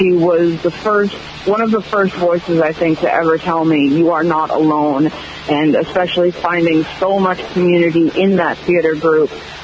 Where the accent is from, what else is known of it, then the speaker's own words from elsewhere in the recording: Middleborough, Massachusetts, United States; I grew up in Middleborough. Middleborough is a bit of a small rural community, not a lot of queer scene here